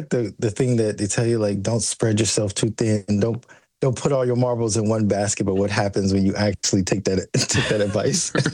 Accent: Georgia, United States; me and my friends, especially growing up in Georgia, we have woods, a lot of woods everywhere.

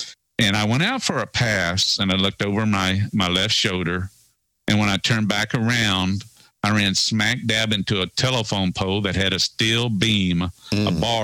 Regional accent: Joplin, Missouri, United States; born there; also born or lived in Kansas City; Yeah, well, actually, I was born in Kansas City, and my family and I, we lived in Kansas City the first 5 years of my life. And then we moved to back down to Joplin. My parents were originally from Joplin anyway

